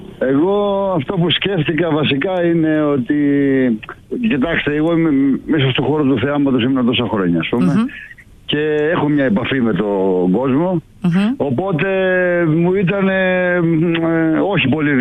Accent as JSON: {"language": "Greek", "town": "Athens", "region": "Attica", "country": "Greece", "tie": "born there", "moved": "as an adult", "lives_now": "Pogoni, Greece", "said": "η καταγωγή μου είναι από εδώ, οι καταβολές μου δηλαδή, οι ρίζες μου, να το πω πιο απλά. Ήταν από εδώ, απλά γεννήθηκα στην Αθήνα."}